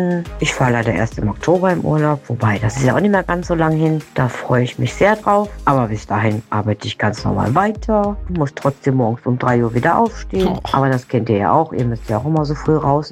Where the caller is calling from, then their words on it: Bocholt, North Rhine-Westphalia, Germany; ich komme aus Bocholt.